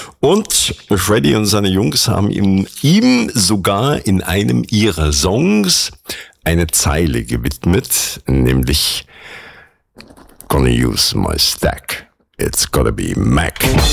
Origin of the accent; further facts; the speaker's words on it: Munich, Bavaria, Germany; Damals, in meiner alten Heimat in München, gab es ein Studio, die Musicland Studios, in denen entstanden einige der größten Welthits überhaupt.